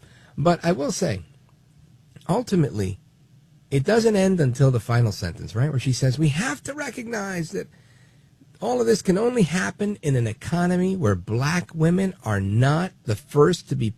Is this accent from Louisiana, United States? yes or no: no; Brooklyn, New York, United States; born there; My parents are from Puerto Rico. I was born in Brooklyn, but we have one big, happy Puerto Rican family eating pernil, rice, arroz con habichuela